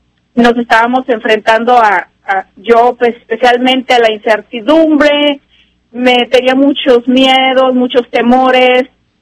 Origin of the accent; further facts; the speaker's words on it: Michoacán, Mexico; Había mucha violencia en lo que es el estado de donde yo soy, que es el estado de Michoacán.